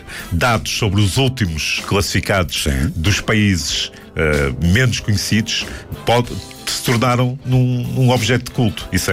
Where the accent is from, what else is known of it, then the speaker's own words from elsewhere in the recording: Portugal; nós enquanto portugueses